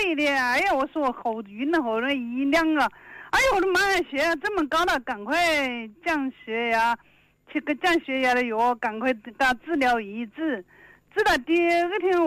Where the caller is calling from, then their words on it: Qianjiang, Hubei, China; 我是潜江江汉油田的。